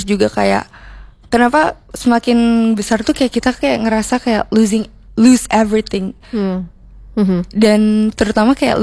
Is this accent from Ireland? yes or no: no; Jakarta, Indonesia; now in Yogyakarta, Indonesia; Actually, I'm from Jakarta.